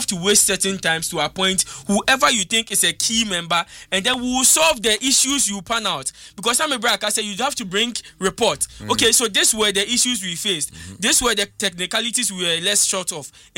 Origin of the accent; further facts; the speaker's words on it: Ghana; The only time me as a Ghanaian me share football am any day was Kwesi Appiah.